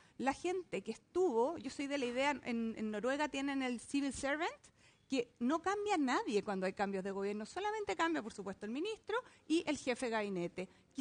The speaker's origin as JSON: {"language": "Spanish", "town": "Puerto Montt", "region": "Los Lagos", "country": "Chile", "tie": "born or raised there", "moved": "as an adult", "said": "Yo soy nacida y criada en Puerto Montt, viví hasta los 18 años en Puerto Montt"}